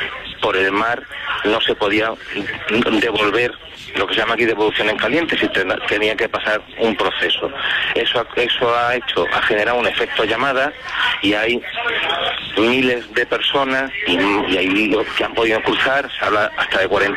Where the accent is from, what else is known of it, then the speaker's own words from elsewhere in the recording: Ceuta, Spain; Por un lado, yo siento, como ceutí y como español, siento que esto es una invasión.